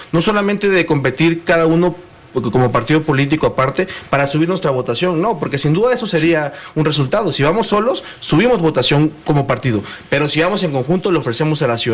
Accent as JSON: {"language": "Spanish", "country": "Mexico", "said": "Y hoy, antes de ser priistas, panistas o de Movimiento Ciudadano, somos mexicanos"}